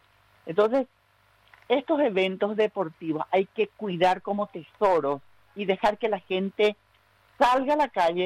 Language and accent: Spanish; Paraguay; Y hablo como paraguaya, por eso hablo en plural.